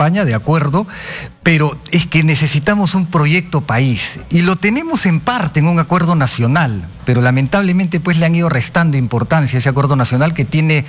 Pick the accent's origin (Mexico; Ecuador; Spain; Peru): Peru; nosotros tenemos todo el derecho a pensar como peruanos